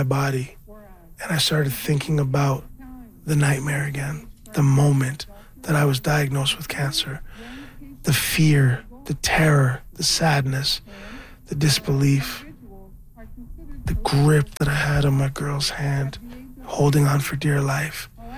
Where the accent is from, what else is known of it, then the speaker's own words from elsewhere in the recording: Scarborough, Ontario, Canada; I'm from Scarborough. I'm a rapper.